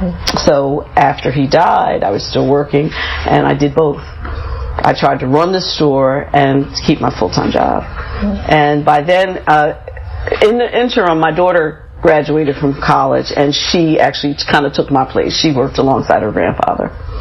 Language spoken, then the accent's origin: English; Philadelphia, Pennsylvania, United States; I grew up in West Philadelphia, in the Copps Creek area, with my parents and my sister. And I attended Masterman and Girls High.